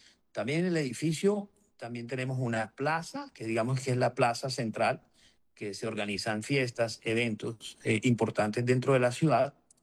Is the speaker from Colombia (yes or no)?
yes; Barranquilla, Atlántico, Colombia; Bueno, Carlos, yo como barranquillero, yo me siento muy orgulloso